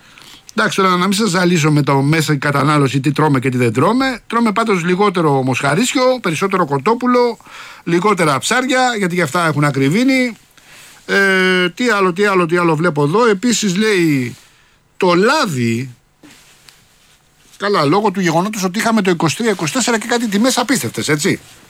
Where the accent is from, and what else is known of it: Rafina, Attica, Greece; born or raised there